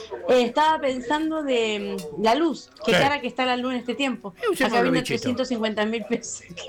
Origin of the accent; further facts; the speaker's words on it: San Isidro, Buenos Aires Province, Argentina; born there; Yo nací acá en Buenos Aires, en San Isidro